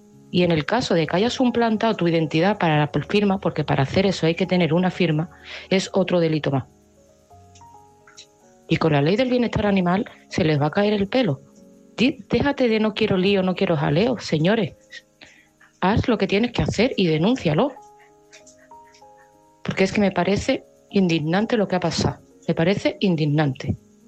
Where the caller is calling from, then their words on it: Seville, Andalusia, Spain; de Sevilla y este mensaje va para Mari Carmen.